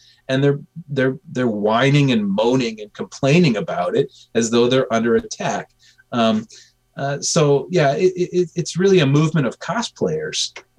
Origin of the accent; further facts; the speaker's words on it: Michigan, United States; I love to hate on Ohio as much as the next Michigander